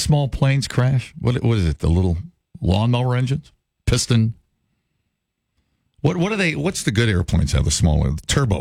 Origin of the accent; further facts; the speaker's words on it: Ohio, United States; moved away; I'm from Ohio